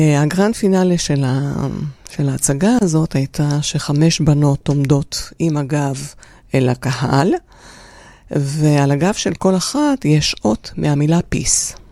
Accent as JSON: {"language": "Hebrew", "country": "Romania", "tie": "born or raised there", "moved": "as an adult", "lives_now": "Israel", "said": "אני באתי מרומניה, ואת התיכון למדתי שם. והייתי תלמידה יחידה, יהודיה יחידה, בין 1,200 תלמידות."}